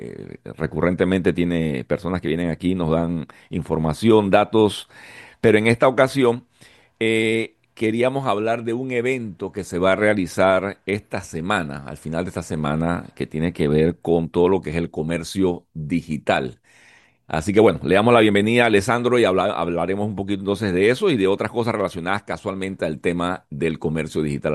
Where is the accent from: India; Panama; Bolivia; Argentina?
Panama; como país, como panameños